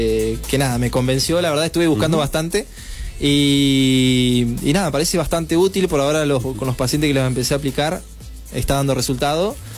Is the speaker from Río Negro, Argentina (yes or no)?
yes; Maquinchao, Río Negro, Argentina; moved away as an adult; now in Viedma, Argentina; Soy de Maquinchao, la línea sur. Ya es mi octavo año acá, estoy en Viedma